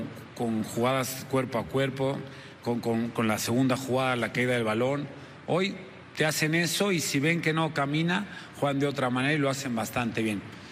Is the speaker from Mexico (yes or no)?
yes; Mexico; somos 11 mexicanos